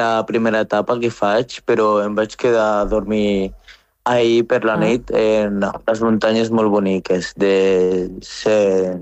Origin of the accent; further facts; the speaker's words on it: Algeria; moved away as an adult; now in Spain; Jo soc d'Algèria. Vaig arribar a Porto 3 anys aquí en Espanya.